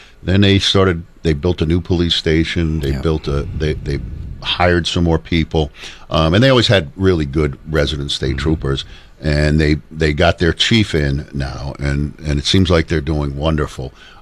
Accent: Danielson, Connecticut, United States; also born or lived in Brooklyn; now in Putnam, United States; I moved up here to Putnam. I lived in Brooklyn. I grew up in Danielson, and I know all the towns very well

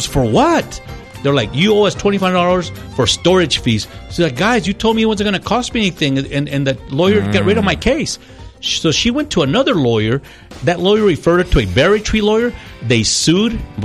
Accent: El Paso, Texas, United States; born or raised there; English is a second language

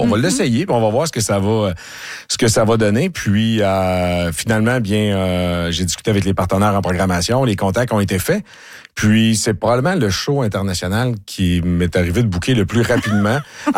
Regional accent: Saint-Alexis-des-Monts, Quebec, Canada; Je viens de Saint-Alexis-des-Monts.

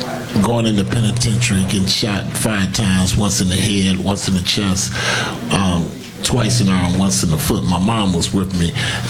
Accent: Detroit, Michigan, United States; now in Canton, United States; I'm from Detroit.

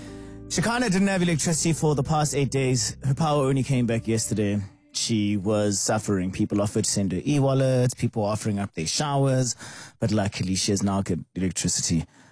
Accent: Brackenhurst, Gauteng, South Africa; And also, I grew up in Brackenhurst, Bracken Downs, so we had all those shopping stores over there.

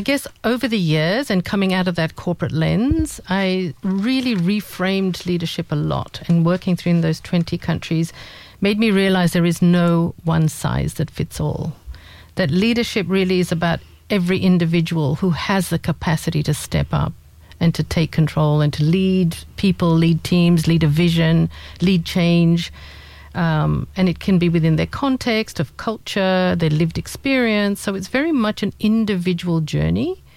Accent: Kenya; moved away as an adult; now in Australia; I was born in Kenya, of parents Indian Persian background, and grew up there in a fairly, you know, safe and comfortable place.

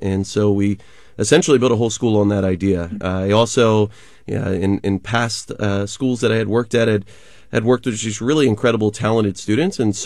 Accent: East Coast, United States; I'm originally from the East Coast, and Natomas Charter School is just a really, really special place.

